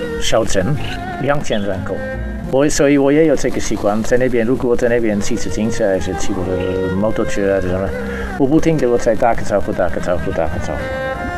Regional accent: Netherlands; Chinese is a second language; moved away as an adult; now in Taohuatan, China; 我小的时候我在荷兰长大了，以后大学毕业的我出去了，可是一开头我在荷兰，在一个小镇2000人口，

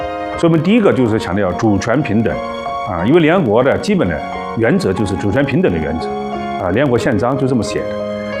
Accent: China

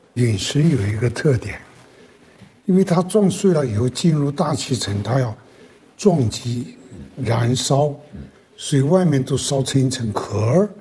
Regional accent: China; 我是个中国人啊

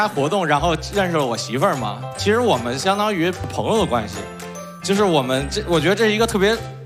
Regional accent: Beijing, China; 我是北京的。

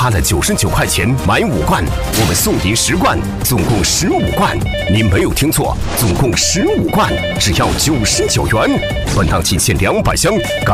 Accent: Shandong, China; 我们山东人实在啊，渔民更加的朴实

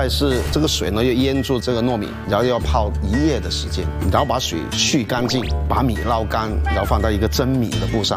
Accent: Chaoshan, Guangdong, China; 我们潮汕人特别是我们在炒饭的时候也会用很多的料下去炒

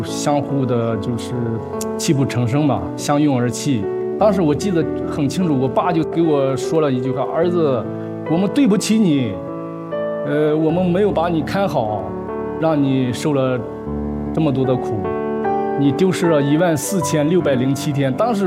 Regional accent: Hebei, China; also born or lived in Sichuan; 像我从小在河北生长了将近40年

